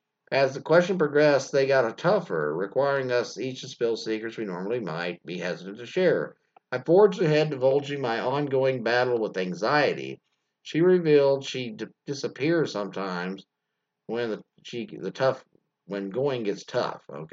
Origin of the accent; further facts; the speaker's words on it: Hawaii, United States; born there; I was born in Hawaii, a Chinese-American mom and a Caucasian dad. Later ping-ponging between cities and foreign assignments, including a stint covering exotic foods in Shanghai.